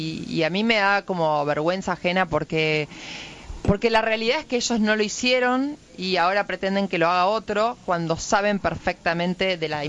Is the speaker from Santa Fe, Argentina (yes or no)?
yes; Santa Fe, Argentina; yo soy de Santa Fe